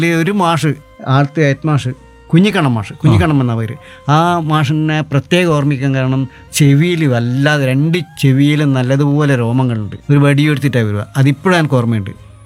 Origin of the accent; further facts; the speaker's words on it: Kanhileri, Kerala, India; also born or lived in Naravoor, Thrikkannapuram, Kuthuparamba; 1952 ഞാൻ ജനിച്ചത്, 1952. അതിനുശേഷം തൃക്കണ്ണാപുരം സ്കൂളിൽ പഠിച്ചു ഒരു വർഷം. ആ കൊല്ലത്ത് പിന്നെ പകുതി ആകുമ്പോഴേക്കും നമ്മൾ അവിടെ നിന്ന് സ്ഥലം വിട്ട് കാഞ്ഞിലേരിക്ക് വന്നു.